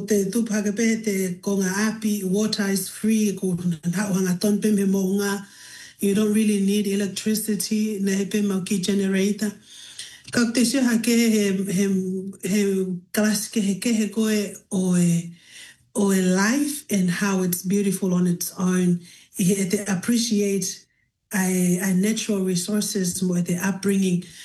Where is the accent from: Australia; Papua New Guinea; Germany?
Papua New Guinea; Highlands; We have very, fond memories growing up in Papua New Guinea.